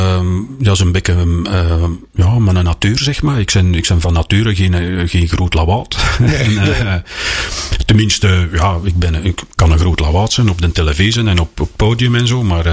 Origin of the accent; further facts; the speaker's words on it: Heist-op-den-Berg, Flanders, Belgium; born there; also born or lived in Mechelen; Ik ben in 66 hier in Mechelen geboren. Mijn broer 2 jaar voor mij. En dan, ja, mijn ouders die zijn dan verhoost naar Est op den Berg.